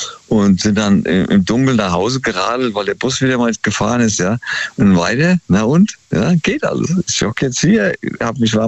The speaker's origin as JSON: {"language": "German", "town": "Palaikastro", "region": "Crete", "country": "Greece", "said": "Und dann am 5. von Athen über Sied nach auf Kreta, meine Heimat eigentlich, Palikastro."}